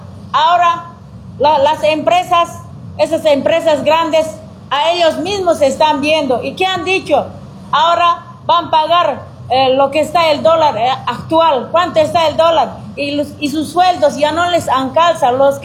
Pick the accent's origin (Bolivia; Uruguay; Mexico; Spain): Bolivia; Nosotros somos bolivianos, de aquí vivimos